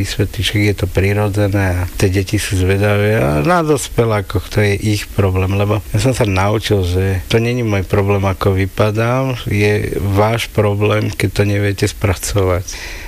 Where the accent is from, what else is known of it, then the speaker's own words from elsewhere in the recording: Prievidza, Trenčín Region, Slovakia; u nás v Prievidzi